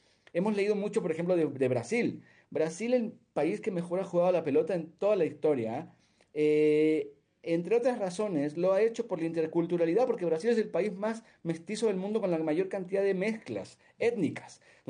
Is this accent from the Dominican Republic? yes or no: no; Argentina; moved away; Creo que Argentina, yo cuando me fui de Argentina hace 8 años, extrañé mucho, pero lo primero que sentí es una ligereza de no tener que transitar cotidianamente la gravedad con la que ellos viven los acontecimientos.